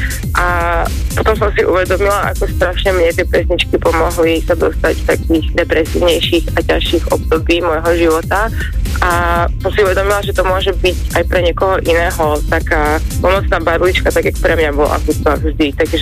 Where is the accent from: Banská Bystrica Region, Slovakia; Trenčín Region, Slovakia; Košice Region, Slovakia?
Košice Region, Slovakia; Košice; Ja som pôvodne z Košíc, takže moja cesta začala tam.